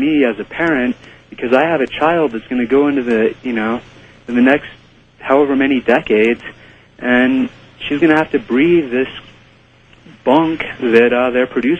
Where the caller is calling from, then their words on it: Morrison, Colorado, United States; I'm calling from Morrison, Colorado.